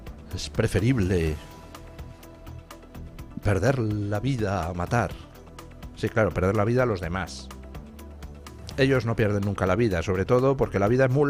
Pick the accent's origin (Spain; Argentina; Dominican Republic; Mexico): Spain; somos los demás españoles